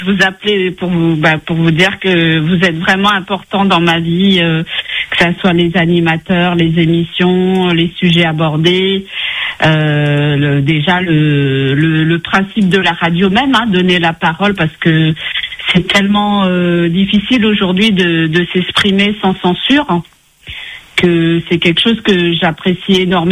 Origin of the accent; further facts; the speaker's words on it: Paris, Île-de-France, France; moved away as an adult; also born or lived in Mauritius; now in Réunion, France; C'est-à-dire que moi, je suis née à l'île Maurice et j'ai grandi à Paris et je suis venue à La Réunion il y a une vingtaine d'années.